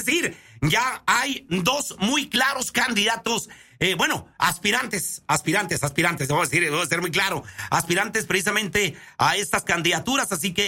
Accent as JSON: {"language": "Spanish", "country": "Mexico"}